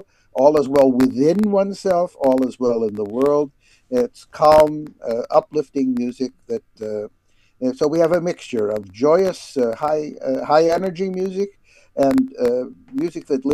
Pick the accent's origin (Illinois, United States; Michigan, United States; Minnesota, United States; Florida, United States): Illinois, United States; Chicago; accent: Chicago; despite my Chicago accent.